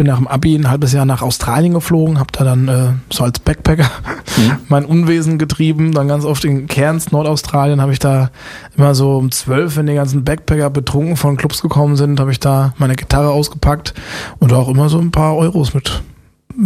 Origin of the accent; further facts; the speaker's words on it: Busenbach, Baden-Württemberg, Germany; Aber jetzt bei mir, in meinem Heimatdorf, ist es natürlich...